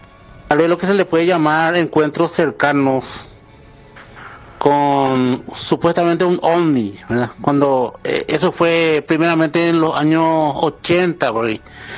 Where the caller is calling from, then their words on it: Guarambaré, Central, Paraguay; de Guarambaré.